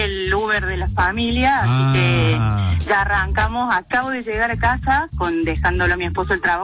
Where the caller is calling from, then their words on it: Argentina; Desde Barrio San Roque.